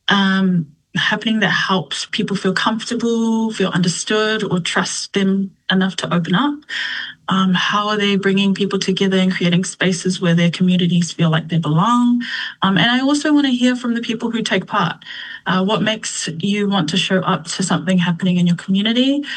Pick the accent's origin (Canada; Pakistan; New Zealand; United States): New Zealand; born there; I am a second generation Aotearoa born Samoan.